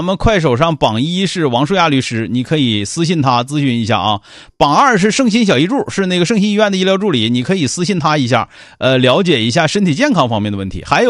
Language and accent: Chinese; Northeast China, China; 就我们东北话虎和那个东北虎那虎是两回事啊。